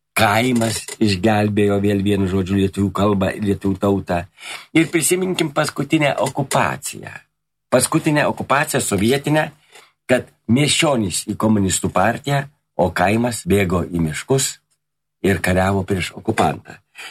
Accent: Vilnius, Vilnius County, Lithuania; Ir aš va kartais jaunimas lyg tai nenori pasakyti, kad yra iš provincijos, aš vilnietis.

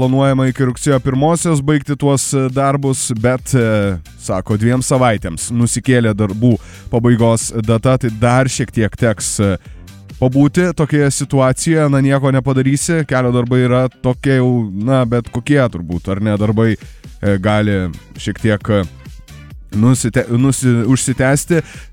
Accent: Radviliškis District, Šiauliai County, Lithuania; now in Kaunas, Lithuania; aš kilęs iš Radviliškio rajono

